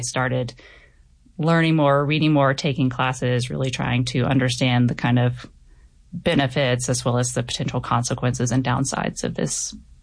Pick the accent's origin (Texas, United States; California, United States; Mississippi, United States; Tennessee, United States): Mississippi, United States; moved away as an adult; now in Missoula, United States; I grew up in rural Mississippi.